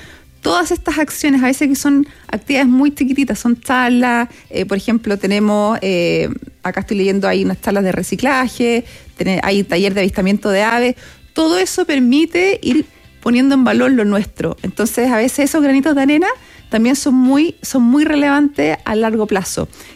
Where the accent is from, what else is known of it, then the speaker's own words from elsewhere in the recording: Viña del Mar, Valparaíso, Chile; born there; Sí, nací en Viña.